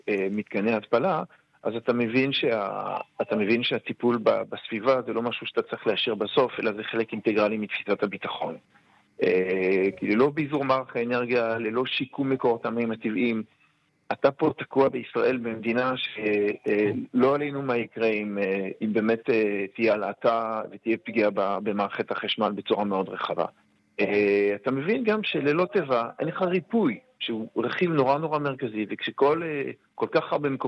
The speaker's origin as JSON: {"language": "Hebrew", "town": "Jerusalem", "region": "Jerusalem District", "country": "Israel", "said": "אני כירושלמי יכול ככה חווה את זה מדי שנה"}